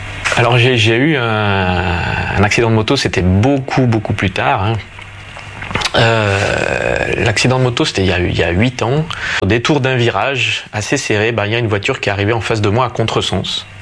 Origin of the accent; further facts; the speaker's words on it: France; now in Switzerland; je suis français, je vis en Suisse